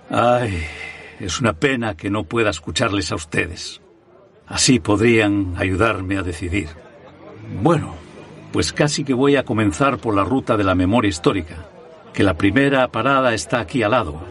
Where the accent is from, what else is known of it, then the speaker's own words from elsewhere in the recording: Gijón, Asturias, Spain; Soy de Gijón de toda la vida. He trabajado por más de 50 años en el puerto del Musel y vivo en la barriada del Llano.